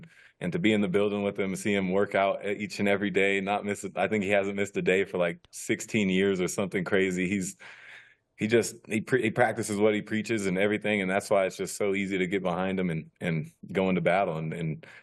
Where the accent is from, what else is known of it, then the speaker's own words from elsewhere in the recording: California, United States; But growing up in California, that's something you always dream about being a part